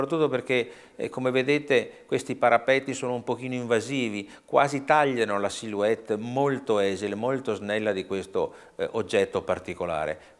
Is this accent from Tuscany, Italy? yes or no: no; Padua, Veneto, Italy; passiamo a Padova, la mia città natale.